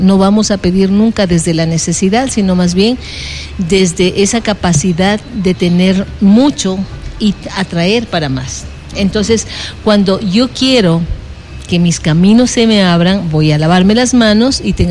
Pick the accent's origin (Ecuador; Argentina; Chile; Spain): Ecuador; Nosotros sí, nosotros vamos a celebrar. Y somos ecuatorianos.